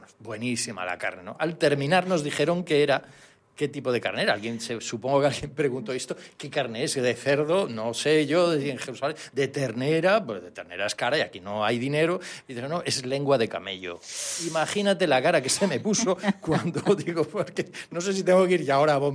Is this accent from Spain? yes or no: yes; Galicia, Spain